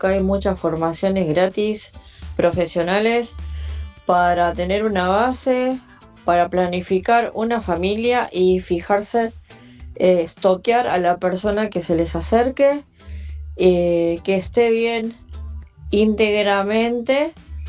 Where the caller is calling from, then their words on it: Ituzaingó, Buenos Aires Province, Argentina; de Ituzaingó.